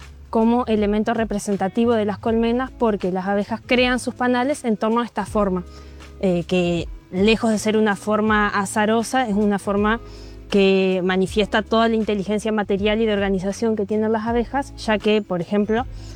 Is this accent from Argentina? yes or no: yes; Entre Ríos, Argentina; now in Paraná, Argentina; Yo crecí en una zona rural que se llama Costa Grande, que está más o menos a unos 80, 90 kilómetros de acá de Paraná. Hice mi jardín, primaria, secundaria, todo en escuela rural. Y recién llegué a Paraná cuando empecé a estudiar la carrera de artes